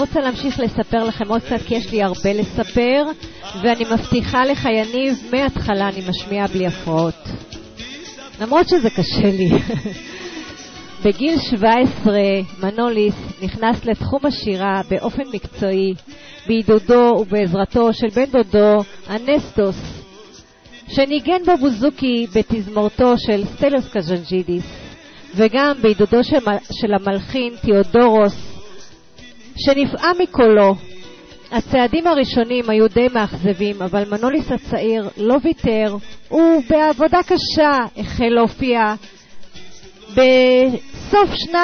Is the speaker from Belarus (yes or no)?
no; Greece; אני יווני